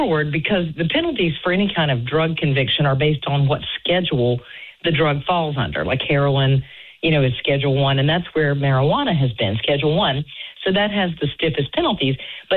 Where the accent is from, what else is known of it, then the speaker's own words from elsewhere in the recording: North Carolina, United States; I'm from North Carolina. I'm like, you know, country all the way or whatever.